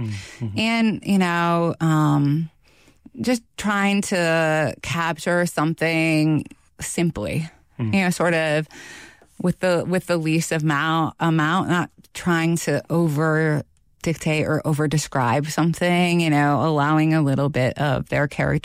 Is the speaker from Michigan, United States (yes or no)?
yes; Michigan, United States; I grew up in the Keweenaw Peninsula, and I traveled to the East End every summer.